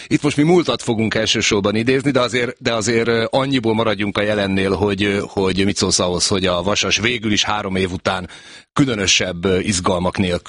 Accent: Szombathely, Vas, Hungary; én Szombathelyi gyerek vagyok

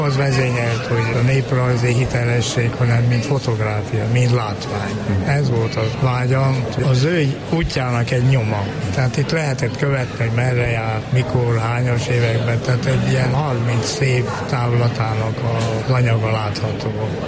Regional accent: Harghita, Romania; Ugye én a Csíki székely vagyok

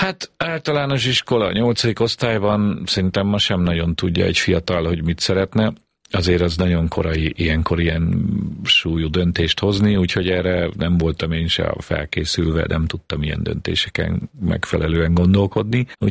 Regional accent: Budapest, Hungary; Én Budapesten születtem, igazából Zuglóban nevelkedtem fel egy lakótelepen, úgynevezett panelházban, átlagosnak nevezhető magyar családban

